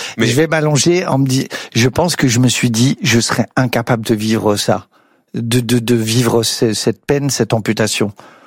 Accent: eastern France, France; Je viens d'un milieu modeste, ouvrier, j'ai grandi en HLM dans l'Est de la France

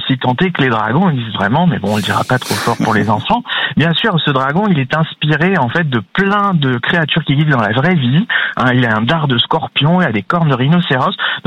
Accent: Calais, Hauts-de-France, France; la rencontre qui a eu lieu chez nous à Calais

